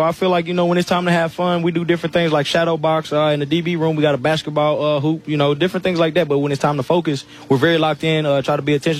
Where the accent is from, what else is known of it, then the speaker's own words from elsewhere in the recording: Louisiana, United States; Yeah, I'm from Louisiana, so I like Saints